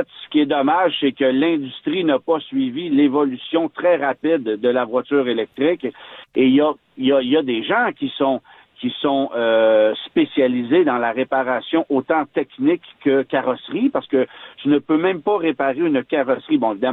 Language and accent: French; Quebec, Canada; chez nous, au Québec